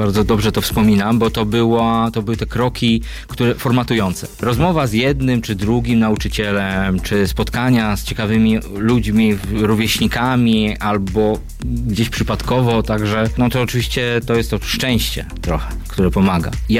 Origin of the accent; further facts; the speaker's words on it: Nowogard, West Pomeranian Voivodeship, Poland; Pochodzę z małego miasteczka na Pomorzu Zachodnim, z Nowogardu. Tam było kino, jest do dzisiaj, chociaż w remoncie dzisiaj, kino Orzeł, które dostarczało nam jako nastoletnim dzieciakom oczywiście tych filmowych przygód